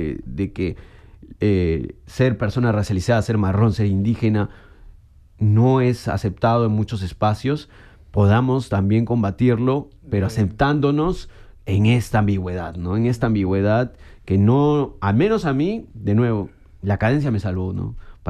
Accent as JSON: {"language": "Spanish", "region": "Lima", "country": "Peru", "tie": "born or raised there", "said": "yo nací en Lima, pero mis padres son guarochiranos. Órale. Incluso tengo abuelos que, mi abuelo materno es de Amazonas, ¿no?"}